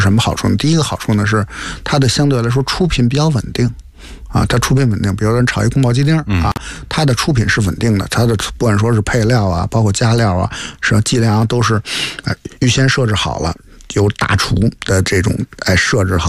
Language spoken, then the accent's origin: Chinese; northern China, China